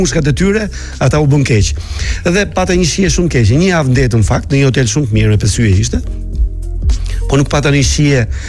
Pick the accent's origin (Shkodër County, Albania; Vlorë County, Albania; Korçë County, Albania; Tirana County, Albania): Vlorë County, Albania; Sarandë; now in Greece; Unë isha nga Saranda, na kapën në Korfuz, na nien det, na kapën, na kthyen. Shkova, arrita në Greqi mbas një përpjekje të madhe që bëra.